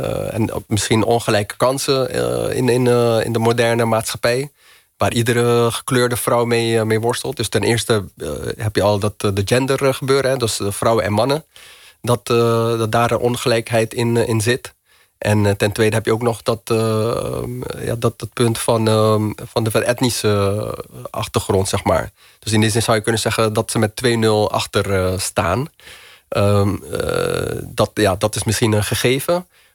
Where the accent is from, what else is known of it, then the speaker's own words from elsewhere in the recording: Rotterdam, South Holland, Netherlands; Ik kom uit Rotterdam